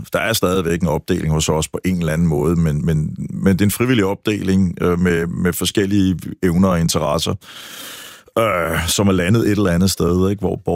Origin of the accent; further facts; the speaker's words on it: Bagsværd, Capital Region of Denmark, Denmark; also born or lived in Holte / Nørrebro / Florida; now in Øresund coast, Denmark; jeg er vokset op ved Bagsvær Sø, og kigget på søen siden jeg var lille, så flyttede jeg til Holte og ned til en sø, altså da jeg selv sådan flyttede hjemmefra, jeg var lige forbi Nørrebro 10 år, altså så var ikke meget sø